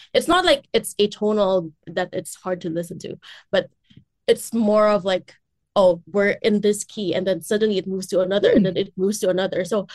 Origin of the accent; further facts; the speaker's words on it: Philippines; Like, for me, my goal as a Filipino artist abroad, it's always been trying to explore Filipino classical music and bringing it to the world stage.